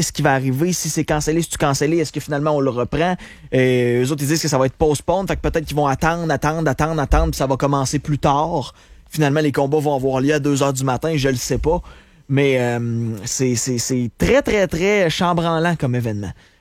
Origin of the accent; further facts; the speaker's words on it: Canada; mais vu qu'on est des Canadiens, ben, nous autres, on se fait mettre dans...